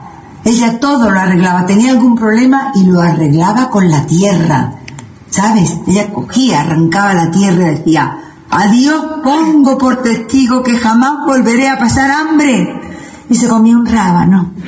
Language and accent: Spanish; Málaga, Andalusia, Spain; Fijaros, si Málaga no es importante para mí, si mi tierra no es importante, que ya en mi primera película yo ya nombraba Málaga.